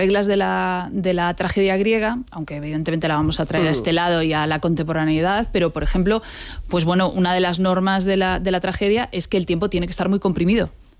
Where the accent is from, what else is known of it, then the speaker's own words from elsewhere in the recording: A Coruña, Galicia, Spain; Soy gallega de digámoslo, soy gallega. Gallega de A Coruña.